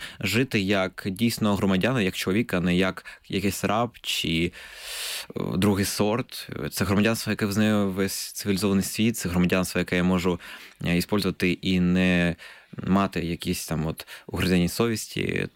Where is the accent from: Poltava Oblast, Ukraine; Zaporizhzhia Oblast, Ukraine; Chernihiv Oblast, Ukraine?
Zaporizhzhia Oblast, Ukraine; Zaporizhzhia; born there; мені повезло, я народився в Запоріжжі і я був в реєстрах.